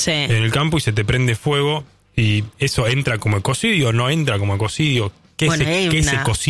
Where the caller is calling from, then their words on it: Comodoro Rivadavia, Chubut, Argentina; de Comodoro Rivadavia